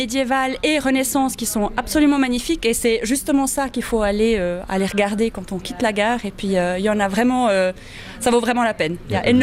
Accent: Ticino, Switzerland; moved away as an adult; now in Neuchâtel, Switzerland; moi j'ai fait mes écoles et je suis née au Tessin et je me suis établie à Neuchâtel dans le canton il y a une vingtaine d'années.

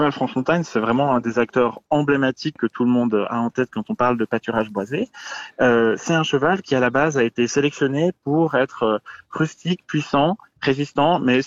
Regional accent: La Chaux-de-Fonds, Neuchâtel, Switzerland; je viens de la Chaux-de-Fonds

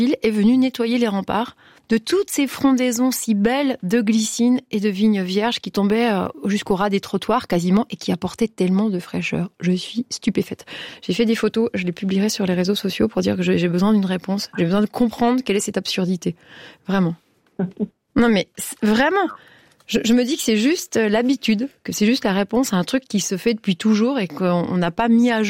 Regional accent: Switzerland; Après une Coupe du Monde, on a failli gagner, hein, en tant que Suisse.

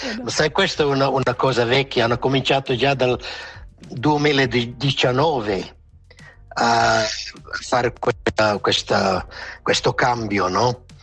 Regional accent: Schuol, Graubünden, Switzerland; Ma sai, Schuol non è un grande villaggio, è piccolo, abbiamo 2500 abitanti e le strade non erano così importanti

